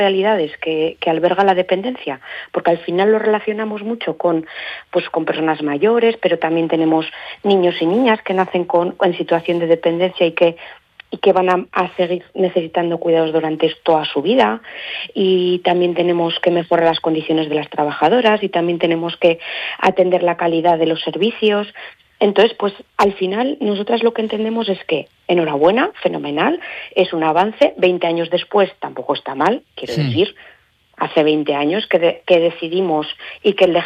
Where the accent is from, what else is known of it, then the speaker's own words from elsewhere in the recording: Navarre, Spain; moved away as an adult; now in Aragon, Spain; Yo soy de Navarra, he trabajado en Navarra